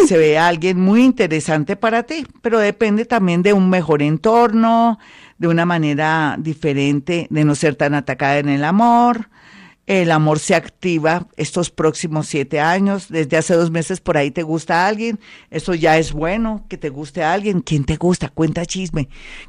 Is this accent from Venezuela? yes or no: no; Colombia; nosotros los colombianos